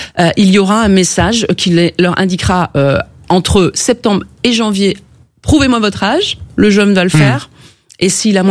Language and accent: French; France; tous les réseaux sociaux sont concernés chez nous, en France, en tout cas, dans notre définition.